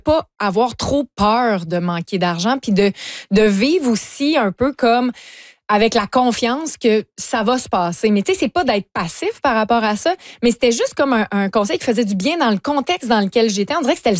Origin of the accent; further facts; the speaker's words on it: Lévis, Quebec, Canada; Ben, moi, je viens de Lévis.